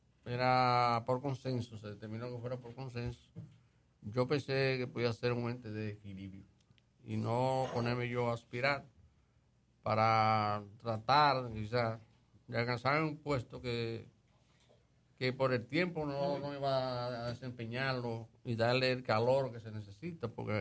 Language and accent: Spanish; Valverde, Dominican Republic; saludar desde acá a todos mis compueblanos de la provincia de Valverde